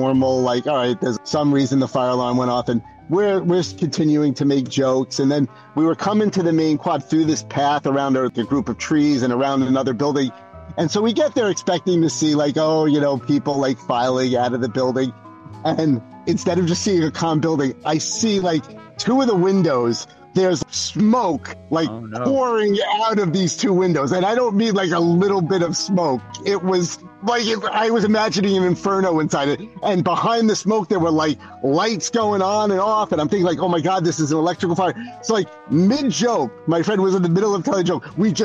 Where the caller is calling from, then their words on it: Millington, New Jersey, United States; I am in Millington, New Jersey, where I live with my lovely wife, Vanessa.